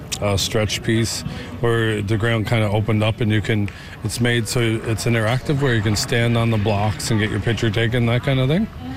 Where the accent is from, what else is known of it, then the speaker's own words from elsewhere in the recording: Miramichi, New Brunswick, Canada; I'm from Miramichi, and I've been in art for probably about 30 years